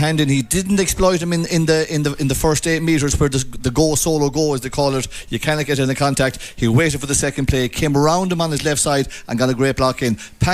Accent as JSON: {"language": "English", "region": "Connacht", "country": "Ireland", "said": "The breeze is a little bit strong, but look, we're from Mayo. We've all seen a bit of breeze before."}